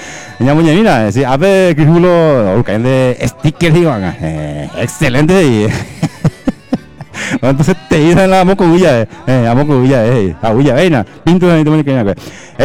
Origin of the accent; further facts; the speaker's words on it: Paraguay; de pie, como buen paraguayo que somos